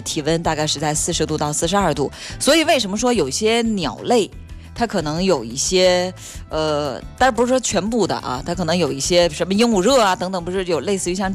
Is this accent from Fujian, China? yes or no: yes; Fuzhou, Fujian, China; 那我们福州人难怪都叫有福之人呢。